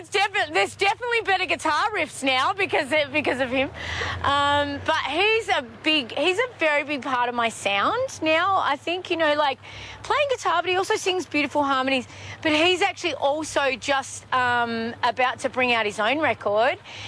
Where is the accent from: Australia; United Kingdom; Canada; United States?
Australia; also born or lived in Western Australia / South Australia; I grew up in the Outback. Half of my childhood was even spent in Western Australian Outback, you know, because I grew up across the Nullarbor. We spent a lot of time in South Australia, but we'd also go across to Western Australian Outback quite a lot when I was a kid.